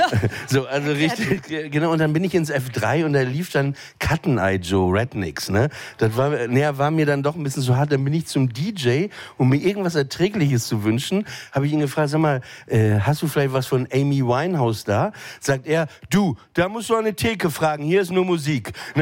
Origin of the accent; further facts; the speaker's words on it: Papenburg, Lower Saxony, Germany; moved away; ich komme aus Papenburg im Emsland